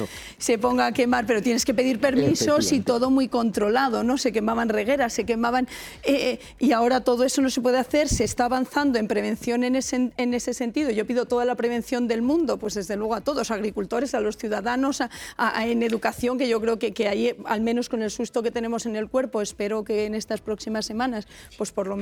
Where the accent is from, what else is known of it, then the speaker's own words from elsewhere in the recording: Guadalajara, Castilla-La Mancha, Spain; yo soy de Guadalajara, hace una semana estábamos en Guadalajara